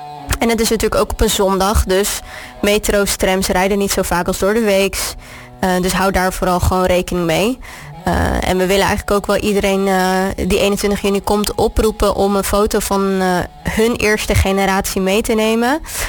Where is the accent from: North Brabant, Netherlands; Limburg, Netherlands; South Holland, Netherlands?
South Holland, Netherlands; Capelle aan den IJssel; ik kom dus uit Capelle.